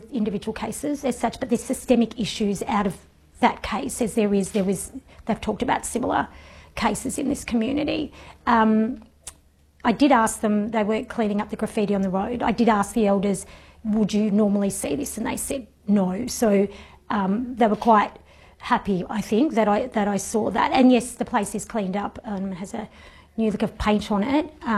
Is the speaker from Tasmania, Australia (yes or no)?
no; Melbourne, Victoria, Australia; So I'm from Melbourne